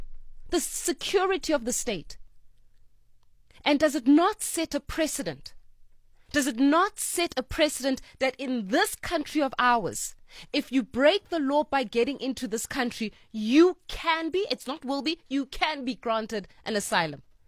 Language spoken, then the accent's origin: English; South Africa; I know as a South African citizen